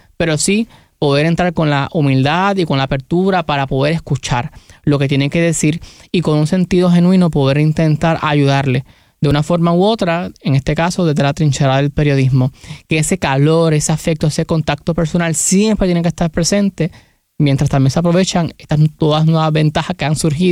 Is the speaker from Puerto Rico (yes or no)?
yes; Moca, Puerto Rico; now in Aguadilla, Puerto Rico; Yo, como una persona que nació y se crió en Moca, vivo en Aguadilla